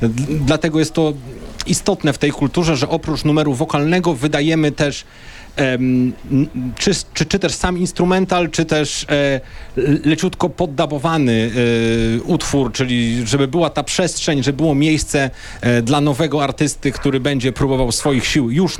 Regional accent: Warsaw, Masovian Voivodeship, Poland; Ja na Żoliborzu, można powiedzieć, grałem w większości lokali, które są tutaj, bo jestem stąd.

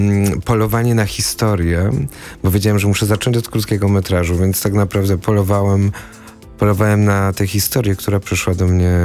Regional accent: Kraków, Lesser Poland, Poland; jestem z Krakowa

